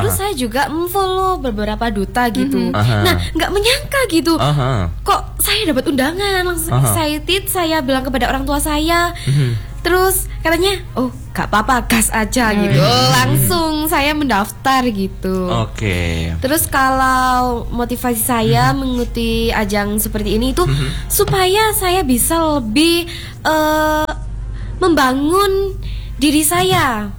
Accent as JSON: {"language": "Indonesian", "region": "East Java", "country": "Indonesia", "said": "Asal saya dari Desa Baliarjo, Kecamatan Pagelaran, Kabupaten Malang."}